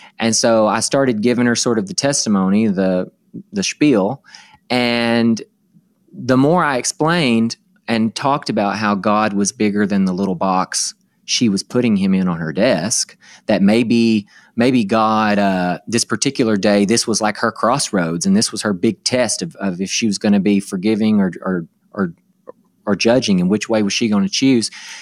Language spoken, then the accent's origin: English; Arkansas, United States; I was from Central Arkansas.